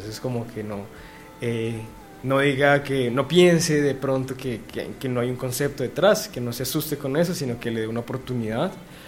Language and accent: Spanish; Bogotá, Colombia; nosotros a la final pues somos bogotanos, somos colombianos